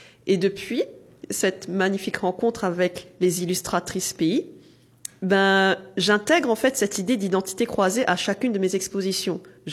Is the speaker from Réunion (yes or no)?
yes; Saint-Pierre, Réunion; moved away as an adult; now in Sainte-Anne, Réunion; quand j'ai emménagé à Saint-Benoît, parce que oui, à la base, je suis Saint-Pierroise d'origine. Et ça fait 6 ans que j'habite à Sainte-Anne. Ça, il faut savoir. Quand j'ai emménagé à Sainte-Anne en 2020